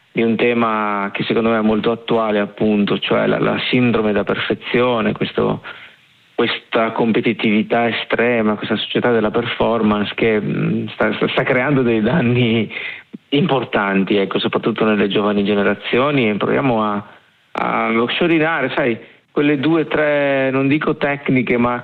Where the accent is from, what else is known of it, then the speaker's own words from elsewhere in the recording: Liguria, Italy; vengo dalla Liguria, lì ho fatto qualche bel bagnetto in Liguria